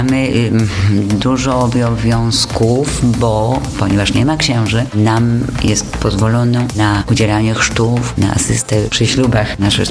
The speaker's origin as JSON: {"language": "Polish", "town": "Kraków", "region": "Lesser Poland", "country": "Poland", "moved": "as an adult", "lives_now": "Peru", "said": "jestem krakowianką, no i zakopałam się w dżungli amazońskiej w Peru, gdzie mieszkam i pracuję od 43 lat."}